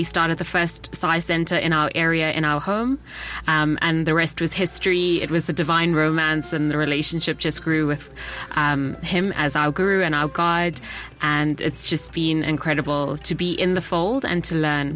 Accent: South Africa; from South Africa.

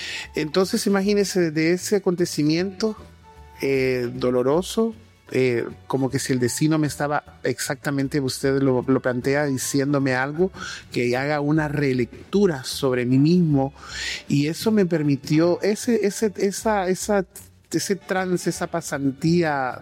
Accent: Santa Ana, El Salvador; en mi caso, desde mi niñez en Santa Ana

